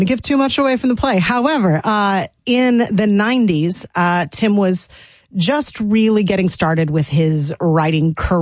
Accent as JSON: {"language": "English", "town": "Franklin", "region": "Tennessee", "country": "United States", "said": "And we found it as the Franklin Theater Fellowship. I'm from Franklin. And so that's where we began, did our first show there, first two shows."}